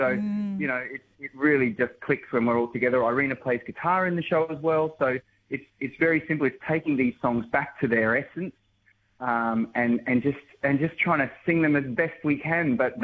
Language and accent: English; Townsville, Queensland, Australia; also born or lived in Ipswich; I grew up in Townsville, which I guess is regional. I was born in Ipswich and grew up in Townsville, so my mates always tell me that I moved to Ipswich by the sea